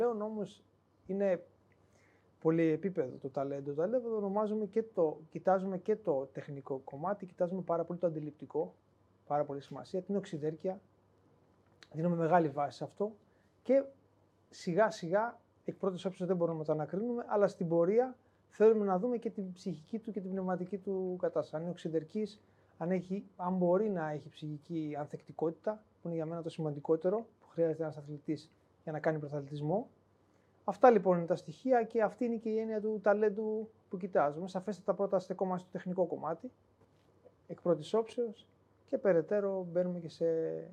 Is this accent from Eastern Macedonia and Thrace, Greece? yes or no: yes; Eastern Macedonia and Thrace, Greece; moved away as an adult; now in Heraklion, Greece; μιας και εγώ κατάγομαι από τον Εύρο